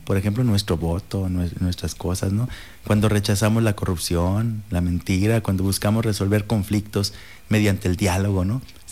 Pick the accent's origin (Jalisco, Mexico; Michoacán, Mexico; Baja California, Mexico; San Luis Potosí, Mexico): Jalisco, Mexico; Somos jaliscienses